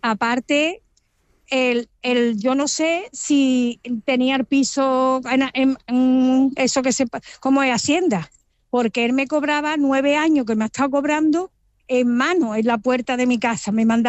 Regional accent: Málaga, Andalusia, Spain; soy una malagueña de pura cepa y de Málaga era un encanto.

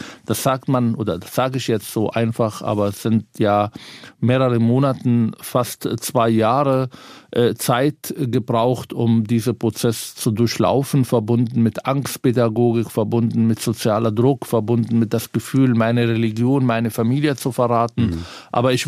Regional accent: Palestine; now in Berlin, Germany; Ich bin Palästinenser.

